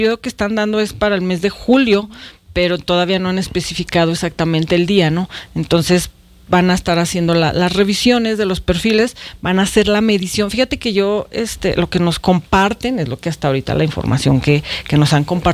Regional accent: Zacatecas, Mexico; yo nací en Zacatecas, toda mi vida he vivido en Zacatecas, yo quiero a Zacatecas, yo amo a Zacatecas, yo traigo tatuado a Zacatecas en mi sangre

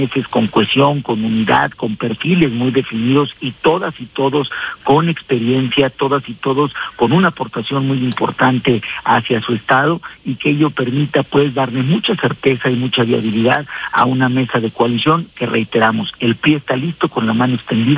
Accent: Zacatecas, Mexico

